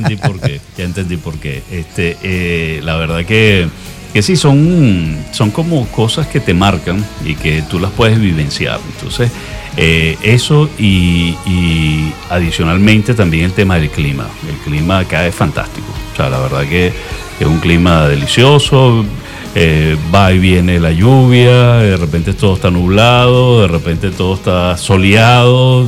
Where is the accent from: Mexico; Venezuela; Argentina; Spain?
Venezuela; como venezolano que soy